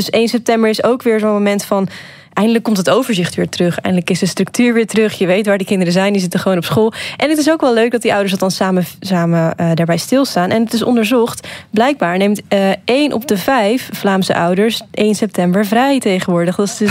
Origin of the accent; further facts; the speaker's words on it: Netherlands; Maar ja, dat is voor mij als Nederlander toch alweer iets bijzonders. Want zo'n collectief moment op 1 september, dat kennen wij niet in Nederland.